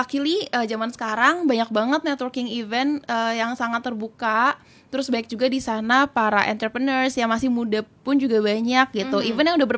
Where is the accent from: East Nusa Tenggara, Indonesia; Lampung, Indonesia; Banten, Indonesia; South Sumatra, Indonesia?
Banten, Indonesia; Tangerang; aku usianya tahun ini 26 tahun, dan kita, aku berasal dari BSD City, jadi gak jauh ya dari kantor Heartline.